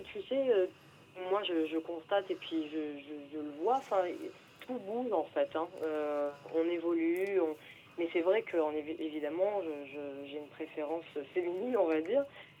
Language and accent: French; Limoges, Nouvelle-Aquitaine, France; je viens de Limoges à la base